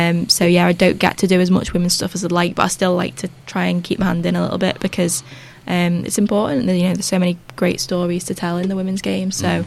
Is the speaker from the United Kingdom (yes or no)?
yes; Widnes, North West England, United Kingdom; So I'm from Widnes.